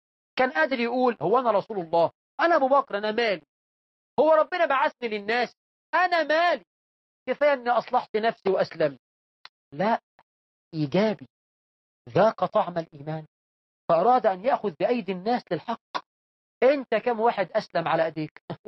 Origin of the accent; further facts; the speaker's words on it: Egypt; وطيب عندنا في عرفنا كمصريين يعني ملوش كلمة.